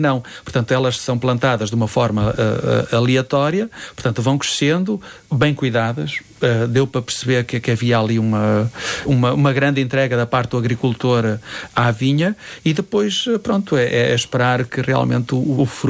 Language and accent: Portuguese; Norte, Portugal; Eu sou duriense, não é? Sou transmontano duriense